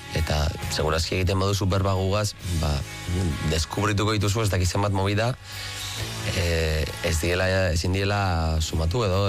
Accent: Basque Country, Spain; Euskaldunak gara, Euskal Herria maite dugu

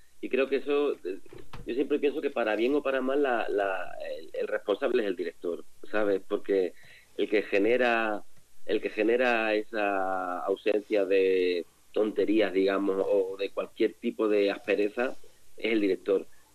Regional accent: Cádiz, Andalusia, Spain; Yo soy de Cádiz, o sea, y nunca he tenido problemas con la dicción, ¿eh?

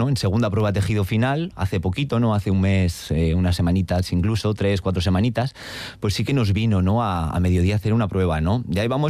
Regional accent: Getxo, Basque Country, Spain; Los que soy de Algorta de Guecho, pues que aparcar es como creer en Dios muchas veces

